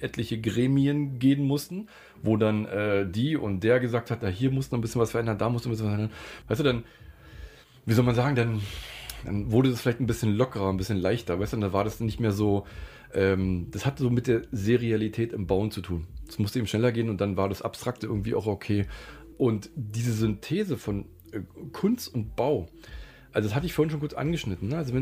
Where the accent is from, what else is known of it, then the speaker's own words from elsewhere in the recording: East Germany, Germany; born there; Ich bin ja auch im Land geboren, was es gar nicht mehr gibt, wenn du so willst. Ne?